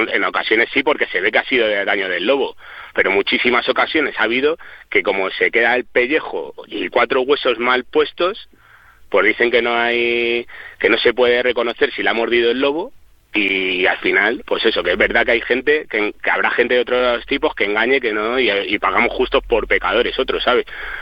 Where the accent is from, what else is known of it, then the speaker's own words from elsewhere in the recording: Madrid, Community of Madrid, Spain; moved away as an adult; now in San Bartolomé de Pinares, Spain; Yo soy una persona que soy madrileño, pero llevo viviendo en el pueblo 20 años y yo no me quiero ir del pueblo para nada.